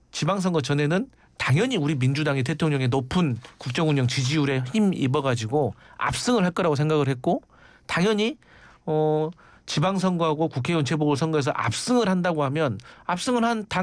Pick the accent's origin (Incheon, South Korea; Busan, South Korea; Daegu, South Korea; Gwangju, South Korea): Gwangju, South Korea; 제가 이제 고향이 광주다 보니까